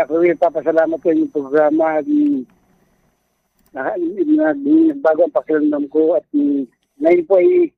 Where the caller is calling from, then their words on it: Quezon, Calabarzon, Philippines; Tag-Kawayan, Quezon po.